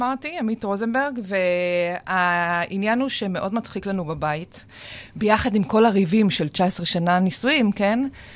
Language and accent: Hebrew; Rehovot, Central District, Israel; born there; אני נולדתי באושיות ברחובות, ליד, עם כל התימנים.